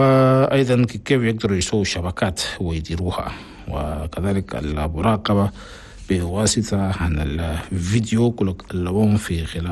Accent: Chad; حنا بلدنا تشاد

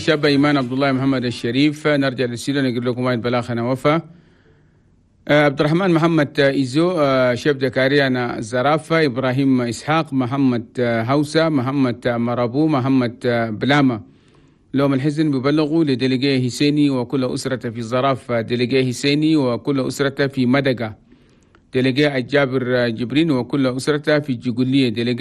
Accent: Chad; أنا بلدنا تشاد بلد توماي كابيت

